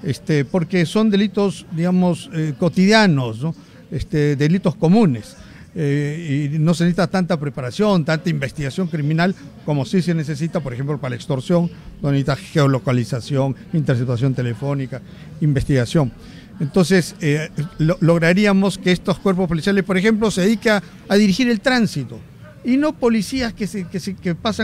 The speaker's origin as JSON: {"language": "Spanish", "region": "Lima", "country": "Peru", "said": "estamos como limeños"}